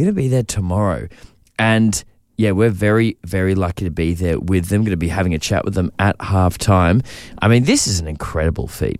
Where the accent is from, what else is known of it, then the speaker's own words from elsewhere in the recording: New South Wales, Australia; I'm from New South Wales.